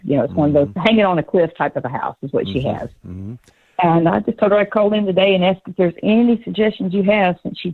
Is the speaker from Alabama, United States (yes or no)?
yes; Birmingham, Alabama, United States; But which is interesting, because I grew up in Birmingham.